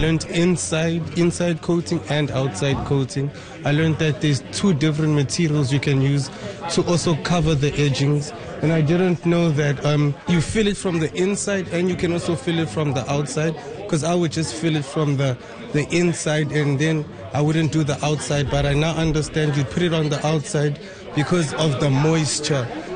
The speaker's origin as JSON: {"language": "English", "town": "Johannesburg", "region": "Gauteng", "country": "South Africa", "moved": "as an adult", "lives_now": "Canada", "said": "My country, I'm from South Africa, Johannesburg."}